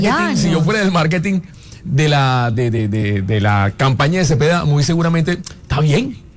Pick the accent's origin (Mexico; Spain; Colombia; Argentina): Colombia; Caribbean coast; nosotros somos hermanos, somos colombianos, no nos podemos matar